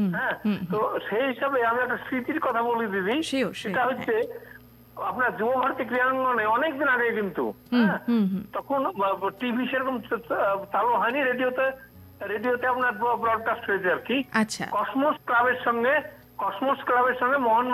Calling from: Baharampur, West Bengal, India; আমি পশ্চিমবঙ্গের মুর্শিদাবাদ জেলার বহরমপুর থেকে

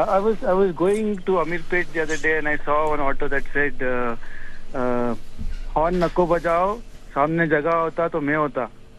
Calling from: Hyderabad, Telangana, India; I'm calling from Kaukur.

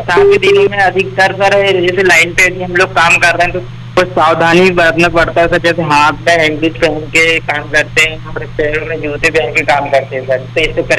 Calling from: Chhindwara, Madhya Pradesh, India; Sir मैं छिंदवाड़ा मध्य प्रदेश से … बात कर रहा हूँ सर।

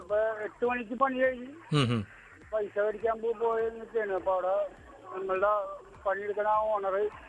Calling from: North Paravur, Kerala, India; വീട് മന്നം.

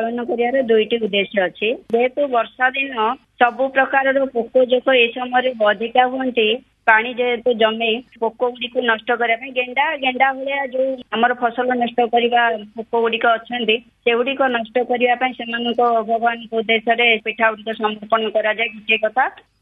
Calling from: Jeypore, Odisha, India; ମୁଁ ଜୟପୁରରୁ କହୁଛି

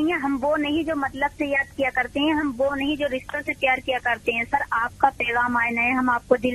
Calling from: Rampur district, Uttar Pradesh, India; मैं जिला रामपुर ग्राम खंडिया एक मीनार वाली मस्जिद के पास था … आपसे बात कर रही हूँ।

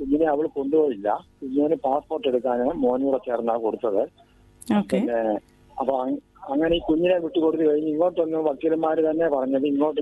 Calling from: Konni, Kerala, India; ഞാൻ പിന്നെ കോന്നിന്നാ വിളിക്കുന്നത്.

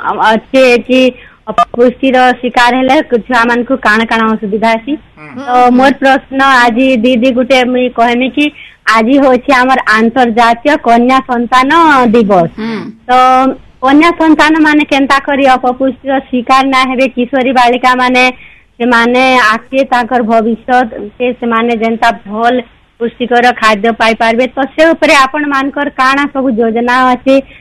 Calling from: Odisha, India; ମୁଁ ବରିଗଡ଼ରୁ

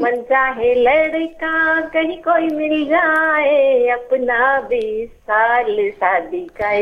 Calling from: Indore, Madhya Pradesh, India; बोल रही, पालदाना का इंदौर से।

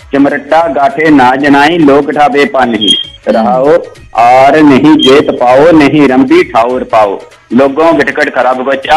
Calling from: Aujla, Punjab, India; ਇਹ ਪਿੰਡ ਜਿਹੜਾ ਸਾਡਾ ਹੈਗਾ ਔਜਲਾ ਪਿੰਡ ਬਲਗੇ ਦੇ ਲਾਗੇ ਆ, ਜਿੱਥੇ ਇਤਿਹਾਸੀ ਬਲਗਾ ਪਿੰਡ ਆ

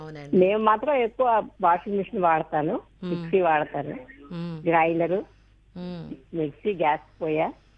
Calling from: Vizianagaram, Andhra Pradesh, India; విజయనగరం నుంచి మాట్లాడుతున్నాను.

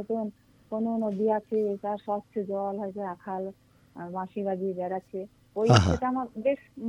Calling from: Birbhum district, West Bengal, India; আমি বীরভূম জেলা থেকে বলছি, তেজহাটি গ্রাম থেকে।

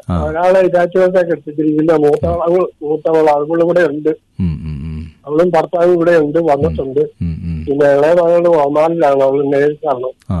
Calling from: Vellore, Kerala, India; ഞാൻ വെള്ളൂരിൽ നിന്നാണ് വിളിക്കുന്നത്. തലയോലപ്പറമ്പ് അടുത്ത്

